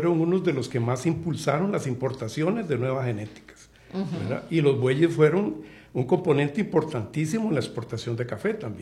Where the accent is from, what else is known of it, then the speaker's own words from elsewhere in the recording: Tuluá, Valle del Cauca, Colombia; Bueno, yo soy oriundo del Pacífico Central, específicamente de Tuluá.